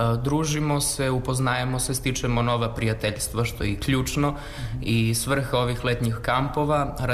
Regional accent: Vranje, Southern and Eastern Serbia, Serbia; dolazim iz Vranja, učenik sam drugog razreda gimnazije Bora Stanković, Vranje.

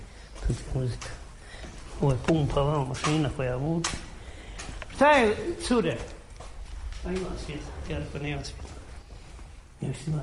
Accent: Konjic, Federation of Bosnia and Herzegovina, Bosnia & Herzegovina; now in Višegrad, Bosnia and Herzegovina; ja sam inače izbjegao iz Konjica u Višegrad, tako da sam bio prinuđen da ti treba, moraš raditi

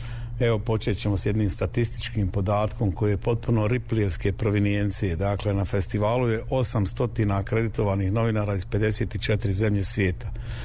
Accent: Sarajevo, Federation of Bosnia and Herzegovina, Bosnia & Herzegovina; ali odgovorno tvrdim, ne kao Sarajlija i čovjek koji voli ovaj grad, da je ovo najjači festival.

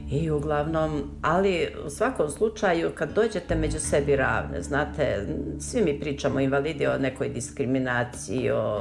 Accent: Šljivovica, Zlatibor District, Serbia; now in Užice, Serbia; Moje rodno selo Šljivovica nalazi se na padinama Zlatibora. I ja sam kao dete tu i rasla i odrasla

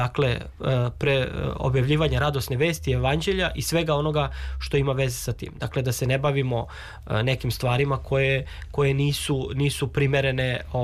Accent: Serbia; i zaista mi kao Srbi slobodno mogu da kažem, možemo da se postidimo.

